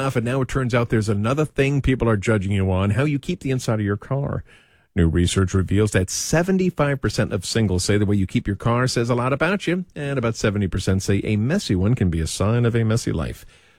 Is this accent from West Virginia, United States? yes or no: no; New York, United States; I'm from Long Island. Definitely not the country. It's about as country as a bowl of spaghetti.